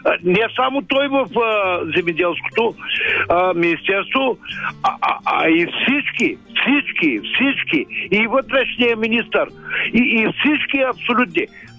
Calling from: Ruse Province, Bulgaria; съм от Русенско

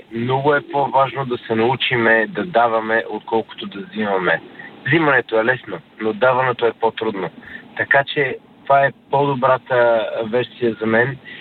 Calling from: London, United Kingdom; съм от Лондон.

